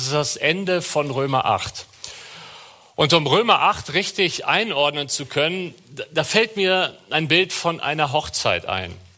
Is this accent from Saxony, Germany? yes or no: no; Cologne, North Rhine-Westphalia, Germany; Wir fühlen uns als Kölner sehr mit euch hier verbunden durch Jesus Christus.